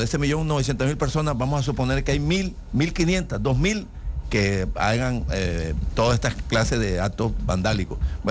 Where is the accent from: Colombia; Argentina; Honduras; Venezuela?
Colombia; esa violencia, que todos decimos que somos los colombianos, que somos violentos